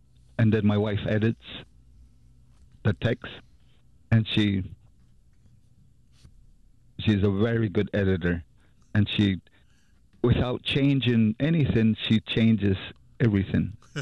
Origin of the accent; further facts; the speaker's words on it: United States; this is the only place you will learn about the Meskwaki tribe. Those other museums don't really tell about us.